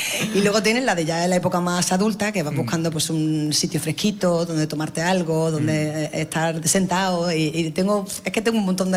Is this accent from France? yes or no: no; Almería, Andalusia, Spain; que yo soy almeriense antes de ser alcaldesa, almeriense.